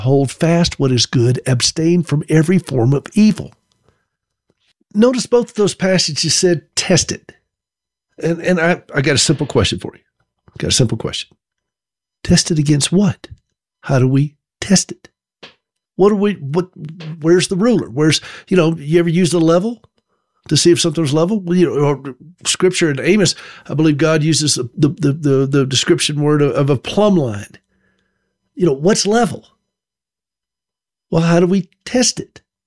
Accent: South Carolina, United States; And by the way, I grew up in South Carolina. There's a town named Berea there.

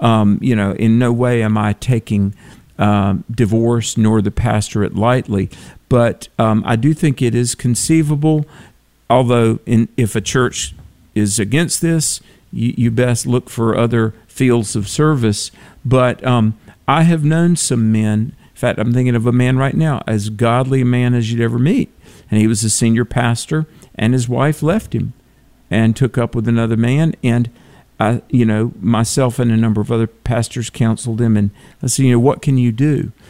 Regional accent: Southern United States, United States; And Bert, you know, growing up in the Bible Belt, I always heard preachers say, if a man is ever divorced, he couldn't be a pastor.

